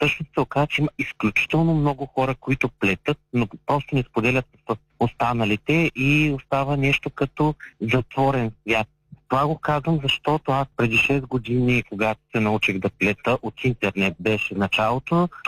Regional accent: Ruse, Ruse Province, Bulgaria; аз работих далеч от родния ми град Русе и живеех в този хотел

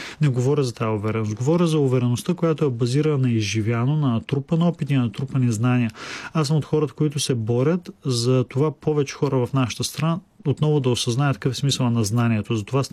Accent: Smolyan, Smolyan Province, Bulgaria; аз съм израснал в малко градче, Смолен. Аз съм от Смолен, от Родопите. Там всички се познават.

